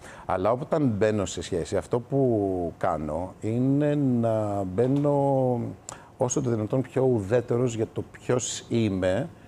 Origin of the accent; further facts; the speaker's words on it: Greece; και λέω, α, γι' αυτό είμαι Έλληνας προφανώς, γιατί δονείται κάτι μέσα μου που με συγκινεί.